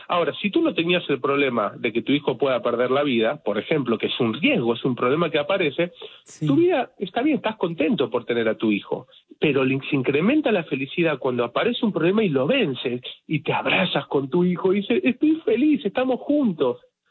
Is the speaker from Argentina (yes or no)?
yes; Argentina; me gusta el fútbol como argentino que soy